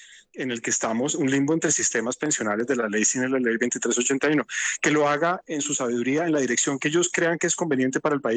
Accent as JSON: {"language": "Spanish", "country": "Colombia", "said": "Entonces, estos somos los colombianos, 53 millones de colombianos."}